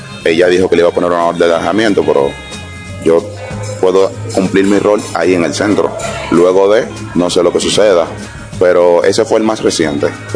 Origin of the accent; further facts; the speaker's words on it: Las Caobas, Santo Domingo, Dominican Republic; vengo de Las Caobas.